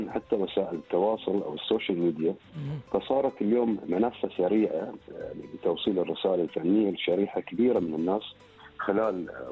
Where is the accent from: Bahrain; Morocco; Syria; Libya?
Bahrain